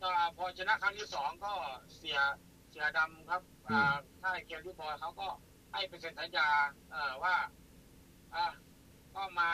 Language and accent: Thai; Ubon Ratchathani, Thailand; moved away; also born or lived in Phra Pradaeng; เราเป็นคนอุบล